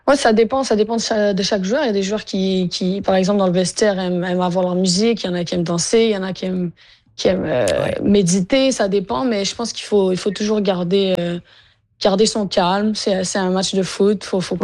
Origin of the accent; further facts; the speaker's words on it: Algeria; now in Canada; Ben oui, j'ai immigré d'Algérie, puis le Canada a été super pour accueillir ma famille et moi.